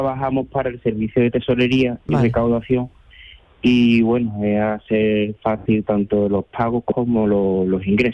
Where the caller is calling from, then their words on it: Camas, Andalusia, Spain; Pues yo en Camas